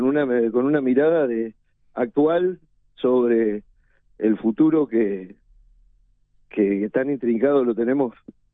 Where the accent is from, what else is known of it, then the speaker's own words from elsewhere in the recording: Uruguay; Creo que somos dos uruguayos los que estamos ahí